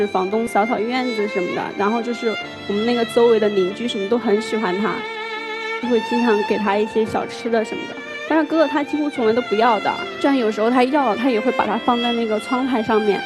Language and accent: Chinese; Guiyang, Guizhou, China; 在我的记忆里面，一直都是在贵阳。